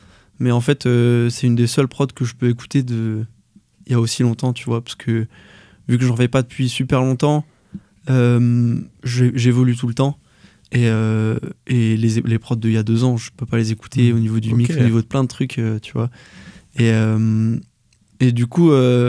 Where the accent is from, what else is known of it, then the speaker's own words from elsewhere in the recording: Brittany, France; moi, je suis breton. Je parle breton.